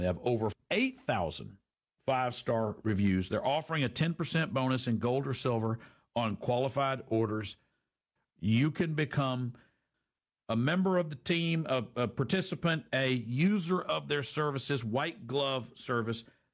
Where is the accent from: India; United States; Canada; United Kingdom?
India; we bonded over that because growing up in India, they read British authors.